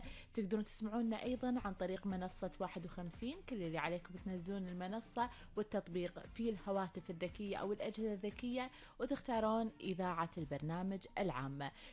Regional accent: Kuwait; وأخبار ديرتنا الحبيبة الكويت.

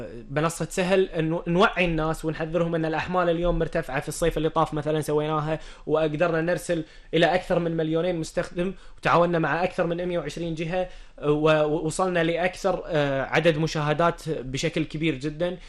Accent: Kuwait; ولأول مرة في تاريخ الكويت الحمد لله قدرنا نكسر قمة الأحمال عندنا في الكويت

